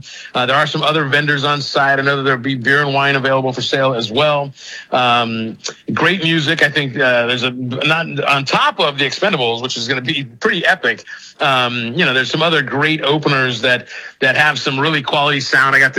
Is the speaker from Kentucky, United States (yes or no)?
no; San Francisco, California, United States; my growing up in San Francisco